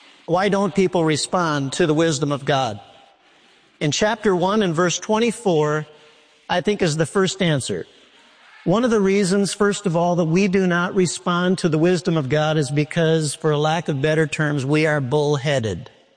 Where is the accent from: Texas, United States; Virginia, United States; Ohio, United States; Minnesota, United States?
Minnesota, United States; Minneapolis; I remember when I was growing up in Minneapolis, my mom and dad will remember, I used to go to the farm in Winthrop, Minnesota, 60 miles from Minneapolis.